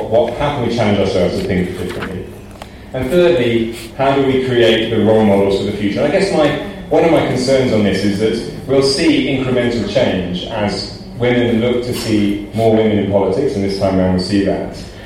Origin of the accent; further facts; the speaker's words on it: United Kingdom; In the UK, in my country, we had a record number.